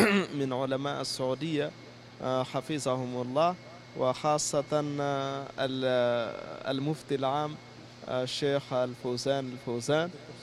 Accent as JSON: {"language": "Arabic", "country": "Niger", "second_language": "Arabic", "said": "والله أنا جئت من النيجر، هذا هو شغلي، أدرس القرآن في النيجر وعندي مركز لتحفيظ القرآن الكريم في دولة النيجر."}